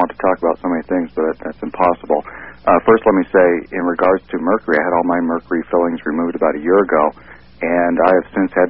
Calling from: Seattle, Washington, United States; I'm calling from Seattle.

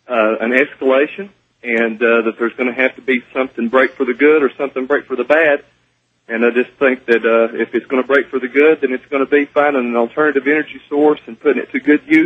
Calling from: Chattanooga, Tennessee, United States; I'm calling from the Chattanooga area. Tennessee.

